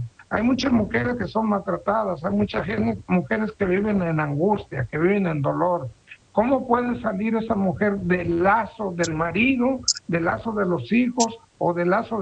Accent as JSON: {"language": "Spanish", "country": "Mexico", "said": "yo soy mexicano"}